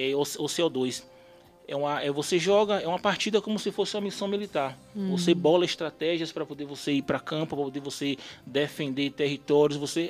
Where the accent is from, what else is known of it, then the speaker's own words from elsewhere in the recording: Salvador, Bahia, Brazil; moved away as an adult; now in Conceição do Jacuípe, Brazil; Também sou soteropolitano, não sou filho de Conceição Jacuípe.